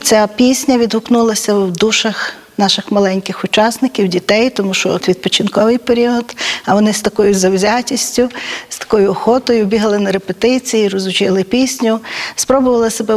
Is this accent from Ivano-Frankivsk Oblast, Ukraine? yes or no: yes; Kolomyia, Ivano-Frankivsk Oblast, Ukraine; наше рідне місто, продовжувати пісенну культуру нашого міста, адже я думаю, що цю пісню мав би знати кожен коломиянин